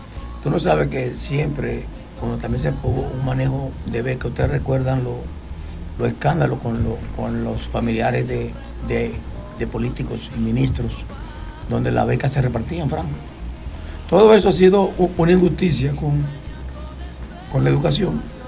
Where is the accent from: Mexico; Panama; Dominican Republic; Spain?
Dominican Republic; Pedernales; a nosotros como pedernalenses.